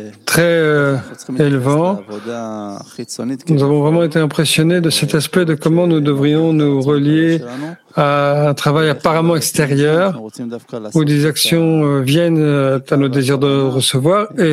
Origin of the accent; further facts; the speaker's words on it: Rehovot, Central District, Israel; Chez moi, à Rehovot, il y avait un ami et un voisin yéménite